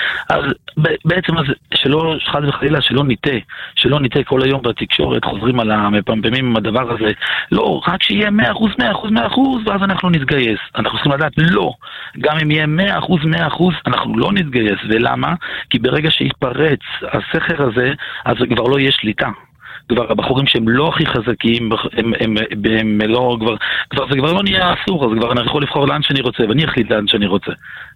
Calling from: Central District, Israel; אנחנו מאזור מודיעין.

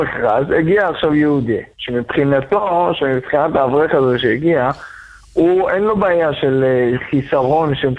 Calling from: Bnei Brak, Tel Aviv District, Israel; אני מבני ברק.

